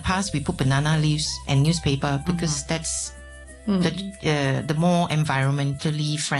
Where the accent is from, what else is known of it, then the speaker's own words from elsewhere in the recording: Malaysia; moved away as an adult; now in Hong Kong; I'm a Malaysian living in Hong Kong for over 30 years.